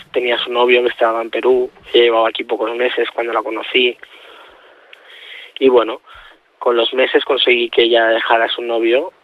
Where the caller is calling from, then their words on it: Spain; Tengo 21 años. Y bueno, mi pareja tiene la misma edad. Mi pareja es de Perú. Yo soy de aquí, de España.